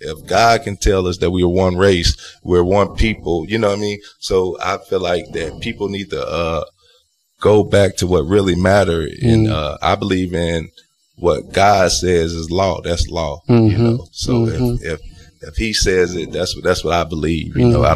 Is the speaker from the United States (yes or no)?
yes; United States; I grew up in Oakdale Projects.